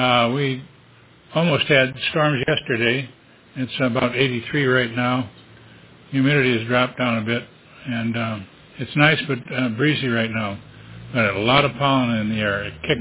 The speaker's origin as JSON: {"language": "English", "region": "Wisconsin", "country": "United States", "tie": "born or raised there", "moved": "yes", "lives_now": "East Coast, United States", "said": "So I grew up in Wisconsin. I had a tough time getting acclimated to the East Coast where it's kind of hot."}